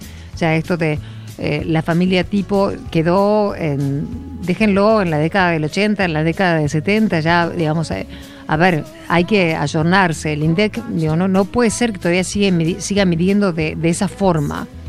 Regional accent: Argentina; No solamente yo lo digo yo como periodista, sino como argentina, como ciudadana.

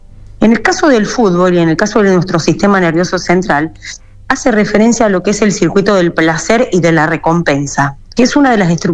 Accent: Argentina; lo que somos los argentinos

